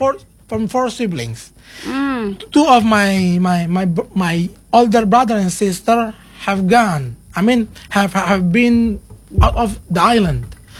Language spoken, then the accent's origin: English; Bhutan; English is a second language; we in Bhutan